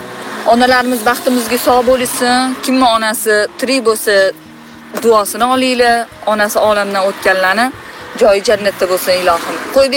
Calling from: Tashkent, Uzbekistan; Sergelidan

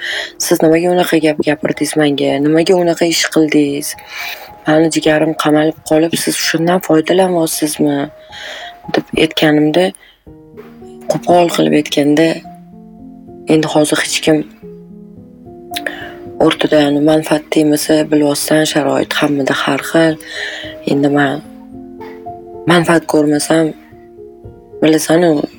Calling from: Qibray, Tashkent Region, Uzbekistan; Qibraydanman.

